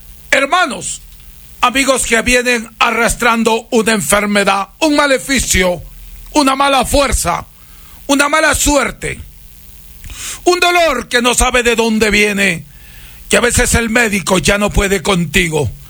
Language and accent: Spanish; Huancabamba, Piura, Peru; El membrillo, señor, que traigo de mi tierra natal, las guaringas de Huancabamba, Perú.